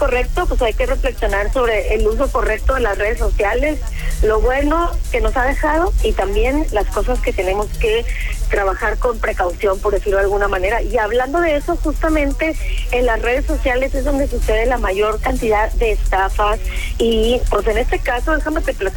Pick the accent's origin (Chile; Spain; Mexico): Mexico; Es nuestra naturaleza como mexicanos siempre tratar de ayudar al hermano, tratar de responder.